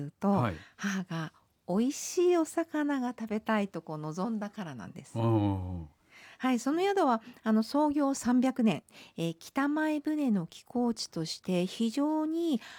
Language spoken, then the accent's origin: Japanese; Niigata, Japan; 行った先はあの実家から、まあ、バスで、40分45分ぐらいのところにあります、はい、新潟県長岡市の寺泊に行ってきました、